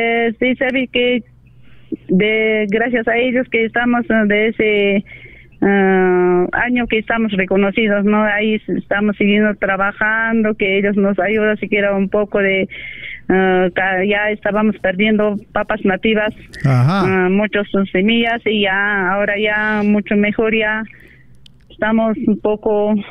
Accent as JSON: {"language": "Spanish", "town": "Lambrama", "region": "Apurímac", "country": "Peru", "said": "desde Apurímac, distrito de Lambrama, comunidad Quisuara, Ocobamba."}